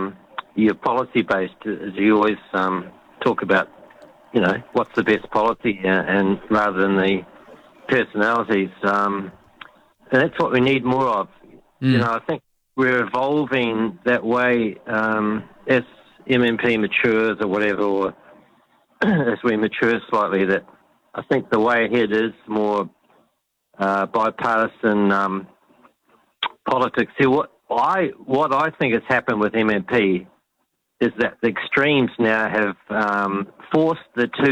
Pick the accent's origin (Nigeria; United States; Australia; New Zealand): New Zealand; Whanganui, Manawatū-Whanganui; I'm from Whanganui area, and there's been two effective MPs